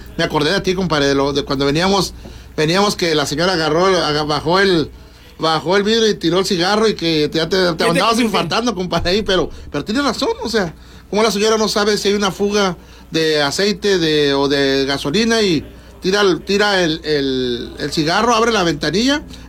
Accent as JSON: {"language": "Spanish", "country": "Mexico", "said": "Nosotros, especialmente como mexicanos"}